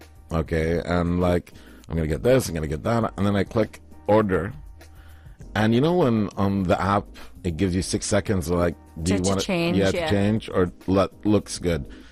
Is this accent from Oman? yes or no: yes; Oman; Well, I'm Omani on both sides.